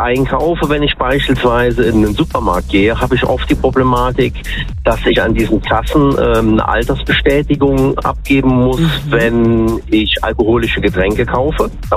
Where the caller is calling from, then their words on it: Bitburg, Rhineland-Palatinate, Germany; Ich komme aus Bitburg.